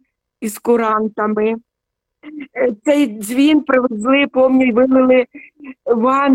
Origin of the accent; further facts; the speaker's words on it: Sumy, Sumy Oblast, Ukraine; moved away as an adult; now in Denmark; Я корінна сумчанка. Я народилася в місті Суми. Тут народилися мої діти, мої онуки і мої правнуки. І я дуже люблю своє місто Суми.